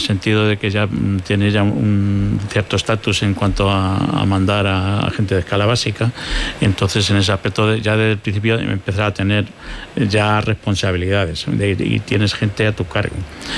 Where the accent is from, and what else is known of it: Alcázar de San Juan, Castilla-La Mancha, Spain